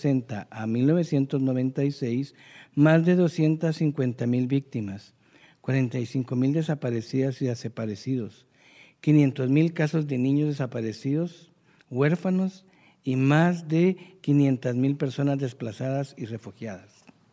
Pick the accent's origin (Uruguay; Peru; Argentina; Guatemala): Guatemala; soy psicólogo guatemalteco